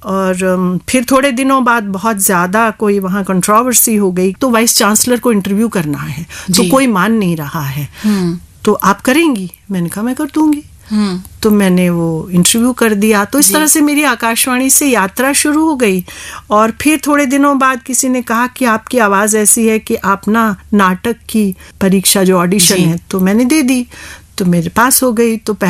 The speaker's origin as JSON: {"language": "Hindi", "region": "Himachal Pradesh", "country": "India"}